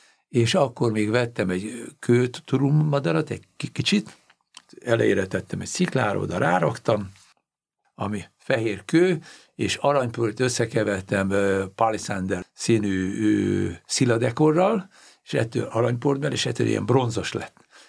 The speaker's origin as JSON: {"language": "Hungarian", "country": "Hungary", "said": "Mert magyar vagyok."}